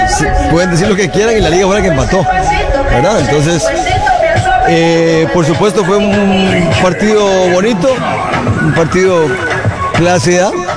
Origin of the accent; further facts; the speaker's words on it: Costa Rica; uno, como costarricense, profesional del fútbol, aficionado